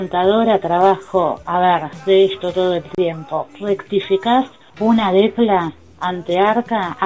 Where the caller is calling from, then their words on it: Buenos Aires, Argentina; de Villa Crespo